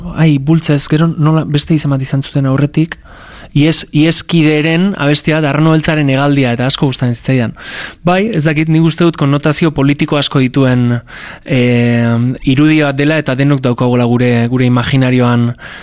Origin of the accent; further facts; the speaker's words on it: Azkoitia, Basque Country, Spain; azkoitiarra gara, herrian bizi gara, herrian bizi naiz, azkoitiarra naiz ez, eta oso, ba hori, toma tierra handia daukagu, daukat.